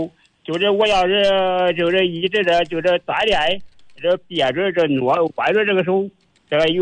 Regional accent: Xinxiang, Henan, China; 我是河南的，河南新乡

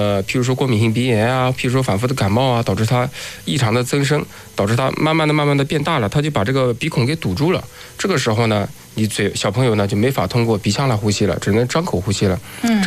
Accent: China; 我们中国人嘛，都喜欢樱桃小口，

